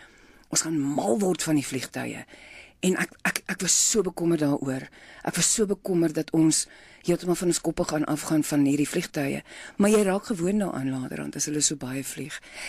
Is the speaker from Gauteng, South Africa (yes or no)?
yes; Centurion, Gauteng, South Africa; Nou ek het in Littleton in Verwoerdburg groot geword